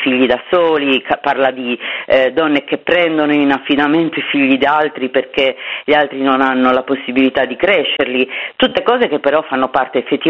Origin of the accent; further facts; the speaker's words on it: Sardinia, Italy; Io sono arrivata 6 anni fa, non sono nativa di questi luoghi, sono sarda ma non sono di Bonorva, non sono del Meiogu, e il mio primo obiettivo è stato quello di integrarmi